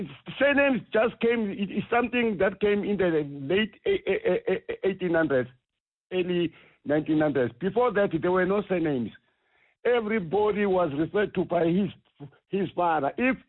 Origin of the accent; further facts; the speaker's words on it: South Africa; I've got a problem with this player with a Nigerian father representing me as a South African.